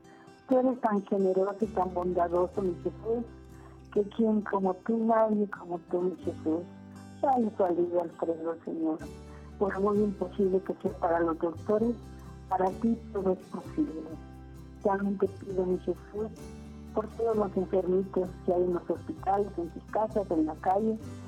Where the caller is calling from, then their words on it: Jungapeo, Michoacán, Mexico; De Jungapeo, Michoacán.